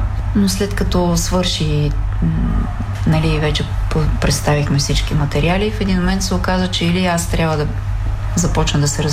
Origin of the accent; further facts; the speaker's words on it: Elin Pelin, Sofia Province, Bulgaria; аз съм от Елинпелин